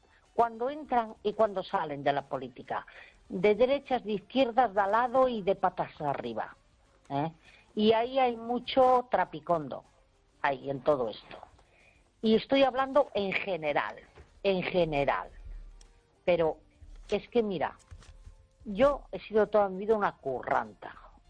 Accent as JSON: {"language": "Spanish", "region": "Galicia", "country": "Spain", "tie": "born or raised there", "said": "repartir las que teníamos para venir a Galicia, a mi pueblo, a desde donde ahora estoy hablando."}